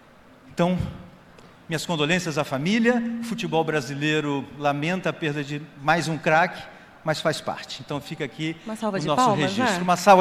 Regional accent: Brazil; nós brasileiros

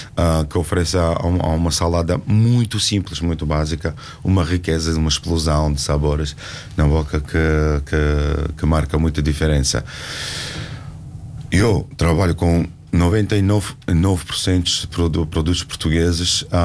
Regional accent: Georgia; moved away; eu saí da Geórgia quando não tinha água na torneira, não tinha gás, não tinha eletricidade

